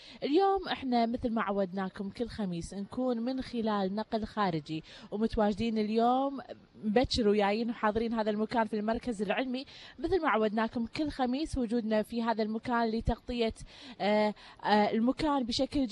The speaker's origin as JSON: {"language": "Arabic", "country": "Kuwait", "said": "في ديرتنا الحبيبة الكويت"}